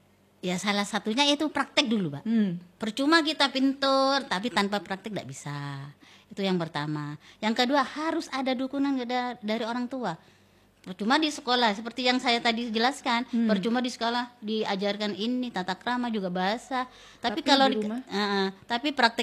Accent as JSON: {"language": "Indonesian", "area": "Madura", "region": "East Java", "country": "Indonesia", "said": "karena bahasa Madura itu identitas kita selaku orang Madura."}